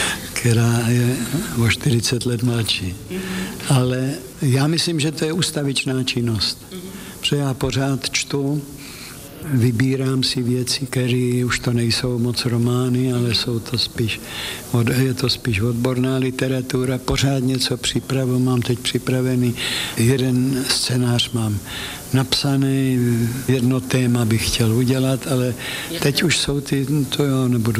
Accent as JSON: {"language": "Czech", "town": "Brno", "region": "South Moravian Region", "country": "Czechia", "tie": "born or raised there", "also_born_or_lived": "Hradec Králové", "moved": "as an adult", "lives_now": "Prague, Czechia", "said": "v Brně jsem vyrost, ovšem to bylo tak malý město, že bych tam film neexistoval"}